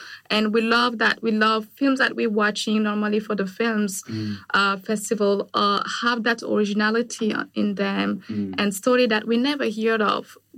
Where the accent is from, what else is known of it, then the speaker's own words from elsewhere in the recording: Niger; English is a second language; I grew up in Niger, and it is used to be a French colony, and we speak French. And growing up, my father thought it was best for me to speak the language, French. And then so kind of looked down into my mother tongue